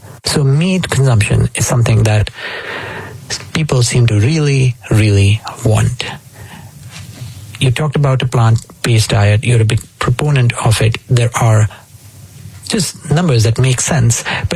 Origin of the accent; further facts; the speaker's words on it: India; moved away as an adult; I grew up vegetarian in India. The first time I ate beef was when I came to this country studying in university.